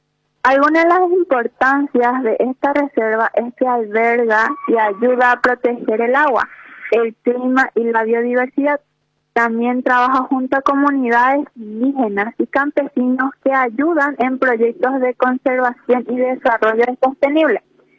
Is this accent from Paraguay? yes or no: yes; Paraguay; nosotros como paraguayos